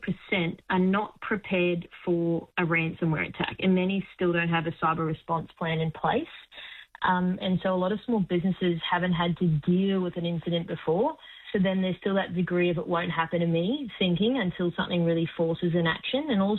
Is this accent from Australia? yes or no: yes; Queensland, Australia; I'm actually a Queenslander.